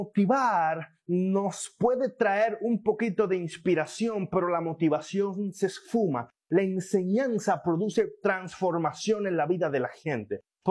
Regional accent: Dominican Republic; moved away; Allí en la República Dominicana, de donde soy oriundo

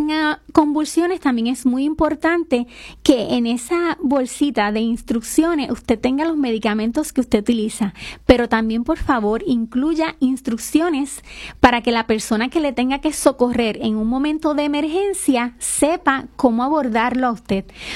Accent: Puerto Rico; nosotros como puertorriqueños sabemos que nuestros alimentos precederos más comunes, que son las latas de salchicha

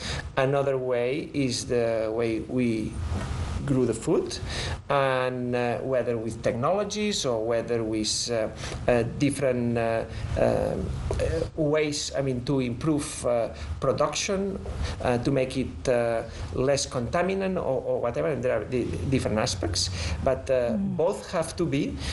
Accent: Spain; now in California, United States; I'm originally from Spain.

